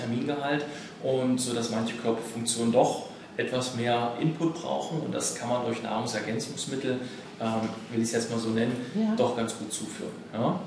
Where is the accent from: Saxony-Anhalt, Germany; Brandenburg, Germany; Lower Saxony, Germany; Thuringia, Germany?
Saxony-Anhalt, Germany; Halle